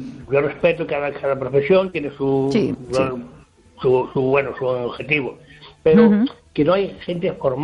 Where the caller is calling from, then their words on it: Ferrol, Galicia, Spain; Hola, buenas noches, Esther. … aquí de Ferrol.